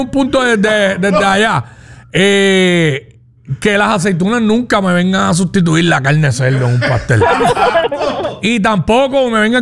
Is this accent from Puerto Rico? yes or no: yes; Cabo Rojo, Puerto Rico; moved away; como yo me crié en Cabo Rojo